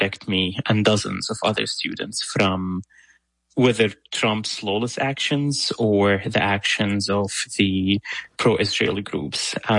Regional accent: Syria; moved away as an adult; also born or lived in Lebanon; As you explained, I was born and raised in Syria. For 18 years, I lived there. But I was never really, like, Syrian.

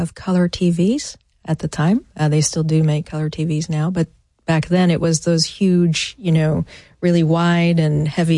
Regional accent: Japan; now in Nashville, United States; born and raised in Japan and now call Nashville home

